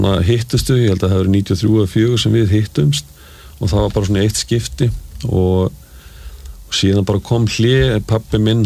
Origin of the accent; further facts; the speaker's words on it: Reykjavík, Capital Region, Iceland; Ég alveg upp í Reykjavík